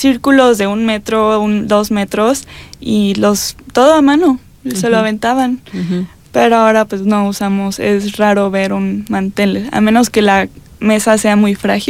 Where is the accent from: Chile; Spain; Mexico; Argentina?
Mexico; Querétaro; Pues me gusta la Lele porque soy aquí de Querétaro y quiero traerla en mi mandil.